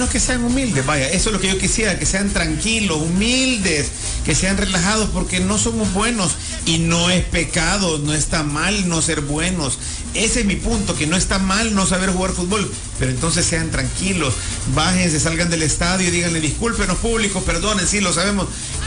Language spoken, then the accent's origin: Spanish; El Salvador; Pero somos sí, salvadoreños.